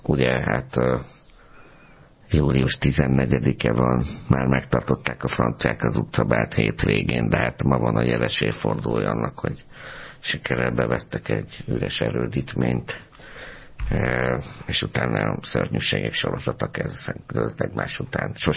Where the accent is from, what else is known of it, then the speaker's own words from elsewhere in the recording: Pécs, Baranya, Hungary; Tudod, én pécsi vagyok